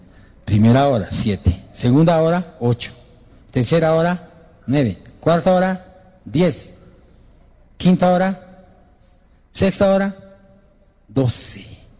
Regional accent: Bolivia; Nosotros mismos acá en Bolivia, a pesar que todos somos bolivianos

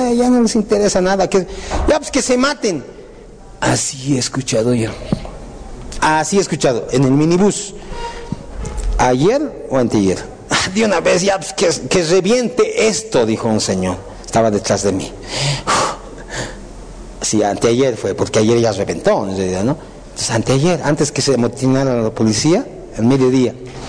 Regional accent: Bolivia; Boliviano, sí, eso soy yo, soy boliviano.

